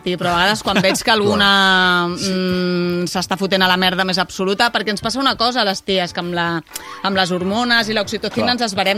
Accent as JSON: {"language": "Catalan", "town": "Barcelona", "region": "Catalonia", "country": "Spain", "tie": "born there", "also_born_or_lived": "Badalona / Madrid", "said": "jo vaig néixer a Barcelona, però me'n vaig"}